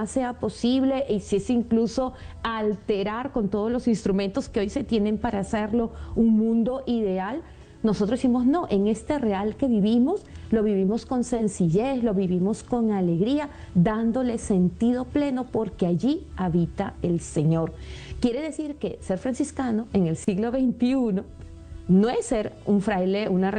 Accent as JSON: {"language": "Spanish", "town": "Chiclayo", "region": "Lambayeque", "country": "Peru", "said": "es también mi tierra"}